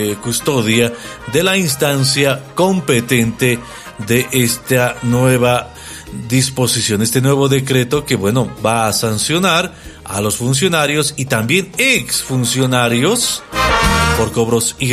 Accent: Bolivia; nosotros como bolivianos

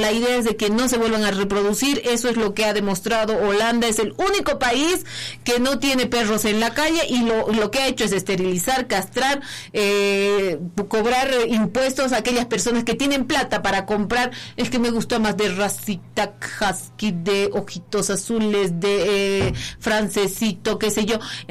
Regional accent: Potosí, Bolivia; ¿qué somos los potosinos?

